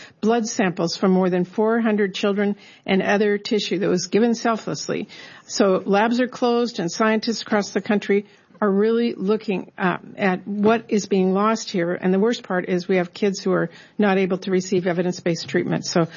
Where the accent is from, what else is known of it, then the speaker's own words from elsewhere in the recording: Washington, United States; including in my home state of Washington.